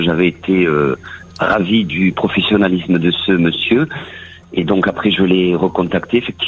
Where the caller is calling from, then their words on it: Calmont, Occitanie, France; je vous appelle de Calmont, un petit village